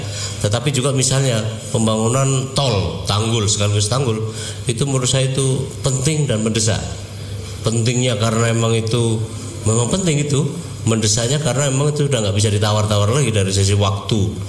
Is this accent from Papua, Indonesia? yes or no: no; Semarang, Central Java, Indonesia; saya sebagai warga Semarang